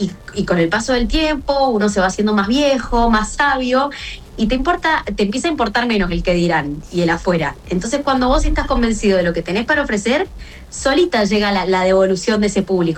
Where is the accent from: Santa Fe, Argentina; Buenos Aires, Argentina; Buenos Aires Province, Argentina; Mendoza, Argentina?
Mendoza, Argentina; yo no soy ninguna cipaya, soy bien mendocina.